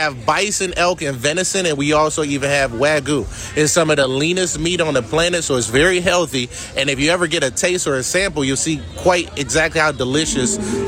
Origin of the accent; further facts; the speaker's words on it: Bedford, Ohio, United States; Yeah, we're out of Bedford, Ohio, near Cleveland, Ohio.